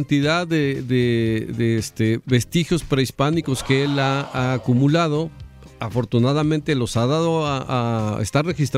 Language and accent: Spanish; Xico, Veracruz, Mexico; Ya próximamente vamos a hablar de mi pueblo